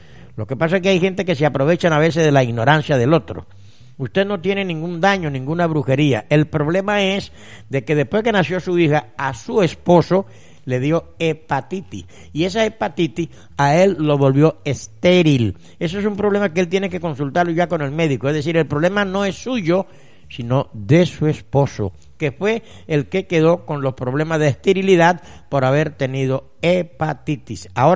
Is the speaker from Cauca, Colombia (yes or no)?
yes; Guapi, Cauca, Colombia; me volví para la costa, o sea, para Guapi, de donde soy, y volví y me enfermé.